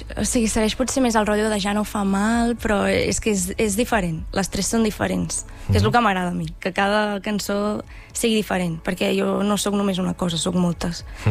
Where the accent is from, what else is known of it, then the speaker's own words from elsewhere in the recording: Sant Pere de Ribes, Catalonia, Spain; que el ser de Ribes, i pues, jo sempre he pensat que m'agradaria començar per la meva comarca, que em coneixin primer aquí